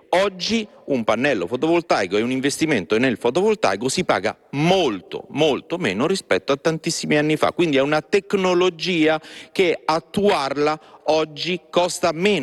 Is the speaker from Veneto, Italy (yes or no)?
no; Rome, Lazio, Italy; Io sono romano